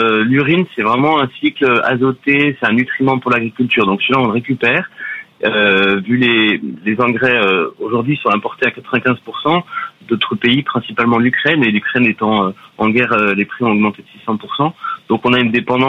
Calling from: Nouvelle-Aquitaine, France; moi, je suis au Pays Basque.

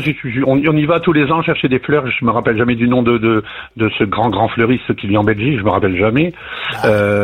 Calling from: Hauts-de-France, France; Je suis à tout près de Saint-Quentin dans le 02.

